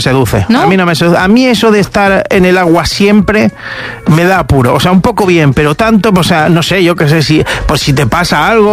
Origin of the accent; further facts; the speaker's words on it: Galicia, Spain; Valdruegas también, en alguna zona, en la zona de Ourense también. Pero es que soy gallego yo.